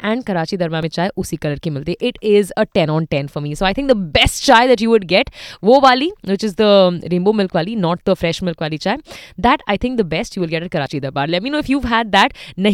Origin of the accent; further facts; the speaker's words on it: United Arab Emirates; In and around the UAE. Because यार, मैं यहाँ की पली बड़ी बच्ची हूँ and I know everything in and out यहाँ पे.